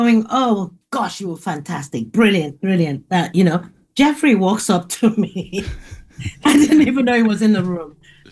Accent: Asaba, Delta, Nigeria; born there; I was born in a place called Asaba in Nigeria.

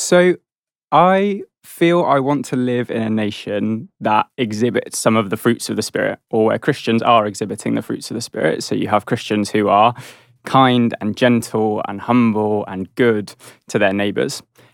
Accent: England, United Kingdom; I love being English.

